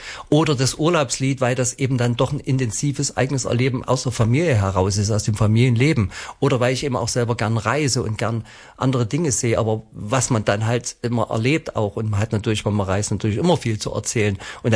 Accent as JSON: {"language": "German", "town": "Plauen", "region": "Saxony", "country": "Germany", "tie": "born or raised there", "also_born_or_lived": "Chemnitz", "said": "Heimat ist halt das Vogtland, ja, ich komme aus Blauen, genau."}